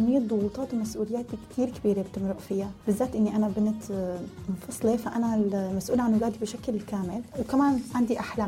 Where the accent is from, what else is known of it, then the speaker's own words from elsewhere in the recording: Syria; moved away; also born or lived in Dubai, United Arab Emirates; ونحن كسوريين محبوبين بالامارات. يعني انا عن تجربتي، انا سلا تجربتي شي 7 سنين تاركه، بس نحن كسوريين شعب محبوب بالامارات